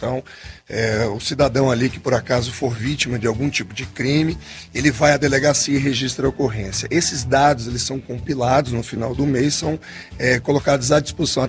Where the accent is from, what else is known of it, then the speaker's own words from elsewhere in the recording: Salvador, Bahia, Brazil; now in Brasília, Brazil; vim de outro estado, de outra cidade, de onde eu fui criado, e de Salvador, Bahia.